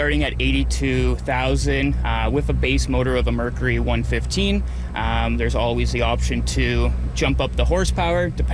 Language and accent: English; Barrie, Ontario, Canada; moved away; I grew up down in Barrie.